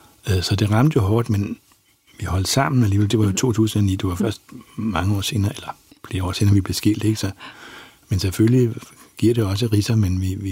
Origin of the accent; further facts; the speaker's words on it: Bornholm, Capital Region of Denmark, Denmark; Så, og jeg var jo bornholmer, og en bornholmsk skuespiller var godt her med